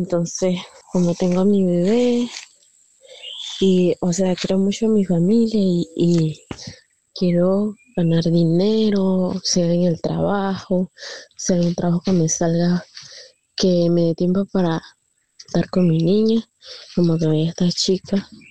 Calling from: Colón, Panama; mi fecha de nacimiento es el 18 de febrero de 2006, vivo en Colón, en la costa baja de Colón, y el pueblo donde vivo se llama Sirigán de los Laguitos.

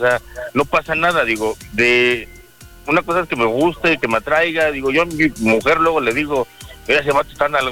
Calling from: Mexico City, Mexico; del meritito Tlalpan.

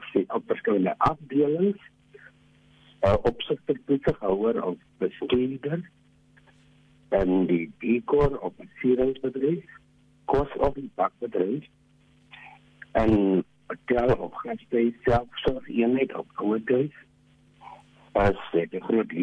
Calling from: Bloemfontein, Free State, South Africa; Ek is van Bloemfontein.

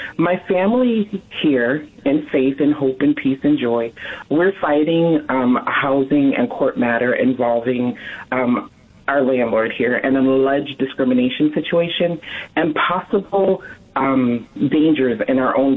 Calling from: Chicago, Illinois, United States; I'm in Chicago.

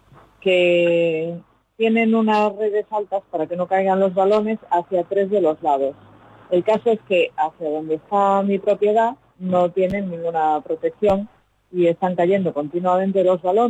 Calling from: Pontevedra, Galicia, Spain; Llamo desde Pontevedra

